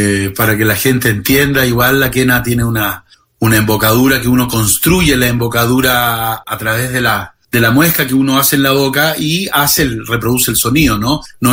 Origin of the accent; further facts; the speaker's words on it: San Antonio, Valparaíso, Chile; now in Santiago, Chile; Yo soy del puerto de San Antonio y San Antonio está a 100 kilómetros de Santiago, o sea, yo estoy relativamente lejos de la zona andina, ¿no?, que sería desde Iquique hacia arriba.